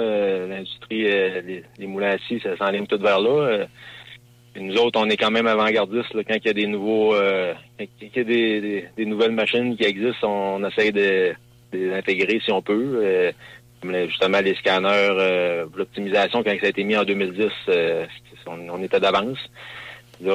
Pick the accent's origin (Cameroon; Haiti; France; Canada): Canada; Rivière-Bleue, Quebec; je viens de Rivière-Bleue, puis mon père, il avait une scierie.